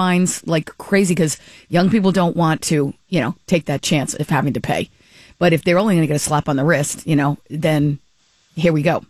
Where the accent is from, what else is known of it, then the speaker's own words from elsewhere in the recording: Rhode Island, United States; I always say Rhode Island